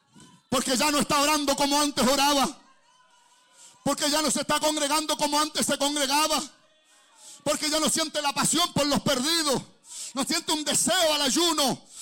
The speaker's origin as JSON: {"language": "Spanish", "country": "Chile", "said": "soy chileno."}